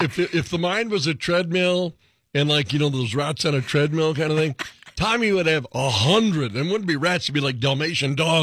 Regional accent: Northern Plains, United States; I grew up in the Northern Plains. I get the mentality of our nature.

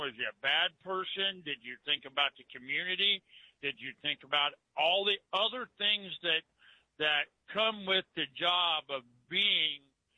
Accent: Delaware, Ohio, United States; My hometown of Delaware, Ohio, has grown. There's apartments where there used to be cornfields.

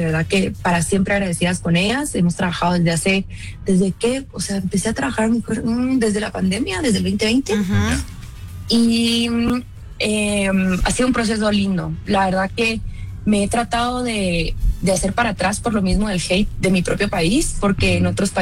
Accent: Guatemala; moved away as an adult; now in Mexico City, Mexico; soy guatemalteca, y me vine a Ciudad de México por una ruptura amorosa, ya les voy a contar el chisme pronto. Hace 7 años que me vine para acá.

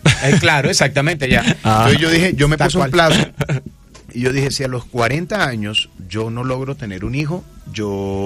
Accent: Barranquilla, Atlántico, Colombia; Sí, soy barranquillero, bendito Dios

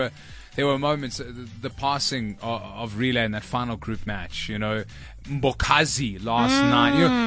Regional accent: South Africa; made you feel so epic as a South African.

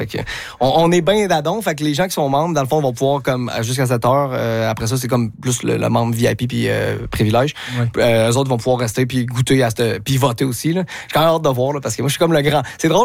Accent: Quebec, Canada; on est des gars de créativité, on est québécois

